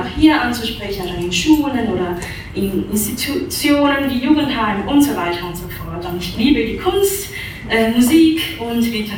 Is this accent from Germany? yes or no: no; Zurich, Switzerland; Zu mir, einfach damit ihr wisst, ganz, ganz kurz, ich bin aus Zürich, ich bin im Zürcher Unterland aufgewachsen, in der Nähe von Winterthur tatsächlich